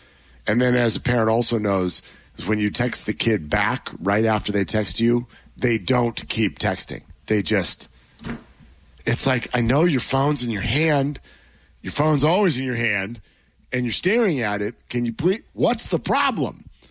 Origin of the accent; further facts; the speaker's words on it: the Bay Area, California, United States; We grew up and live in the Bay here.